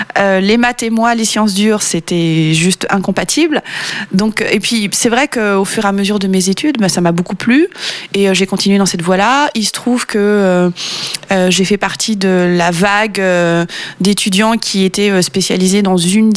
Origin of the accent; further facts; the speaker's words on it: France; born there; Milieu social, bon, je suis née en France, milieu, je vais dire lambda.